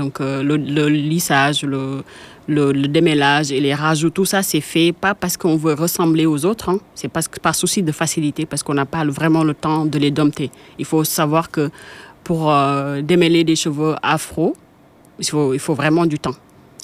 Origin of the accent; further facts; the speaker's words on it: Senegal; en tant que Sénégalais